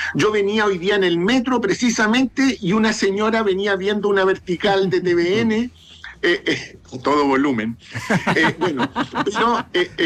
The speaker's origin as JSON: {"language": "Spanish", "country": "Chile", "said": "Somos chilenas y chilenos y tenemos que cuidar nuestra historia audiovisual."}